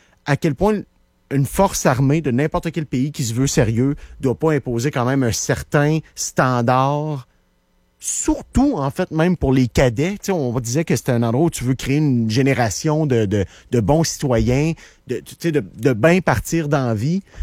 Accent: Quebec City, Quebec, Canada; moi, j'ai grandi à Val-Bélair avec plein d'enfants de militaires.

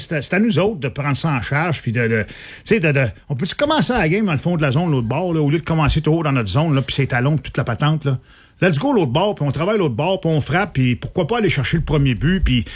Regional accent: Saint-Bruno-de-Montarville, Quebec, Canada; Je viens de Saint-Bruno, je m'entraînais là

